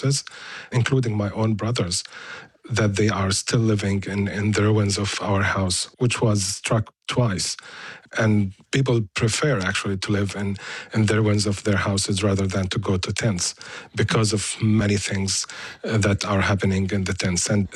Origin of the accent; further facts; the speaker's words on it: Gaza Strip, Palestine; moved away as an adult; I built a life there. I was born and raised and bred in the Gaza Strip all my life. I left 3 years ago